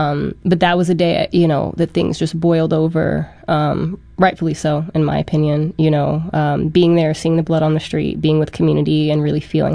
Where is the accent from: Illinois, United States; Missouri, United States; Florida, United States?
Missouri, United States; St. Louis; So I was born and raised in St. Louis in North County, and both sets of grandparents lived in North City, St. Louis.